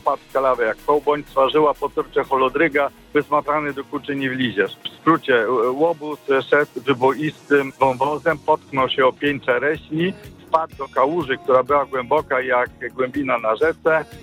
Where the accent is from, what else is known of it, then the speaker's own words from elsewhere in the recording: Wola Węgierska, Subcarpathian Voivodeship, Poland; przykład z mojej rodzinnej wsi, Woli Węgierskiej.